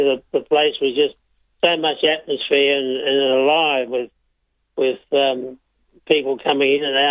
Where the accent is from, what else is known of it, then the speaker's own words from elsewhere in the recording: Melbourne, Victoria, Australia; also born or lived in Glen Iris; I was born in Richmond. Okay. And I lived in Glen Iris.